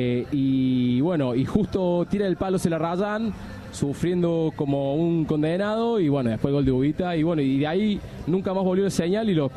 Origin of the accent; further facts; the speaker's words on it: Villa Allende, Córdoba, Argentina; now in Costa Rica; Hola Mauricio, hola Raúl … soy de acá de Villa Allende